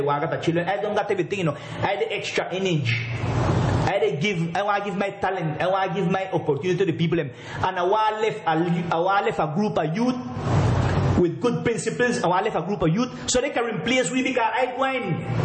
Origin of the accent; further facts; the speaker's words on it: Providencia, San Andrés and Providencia, Colombia; say I am from Providence. My dwelling is Providence. And I got a house there in the mainland city, Colombia.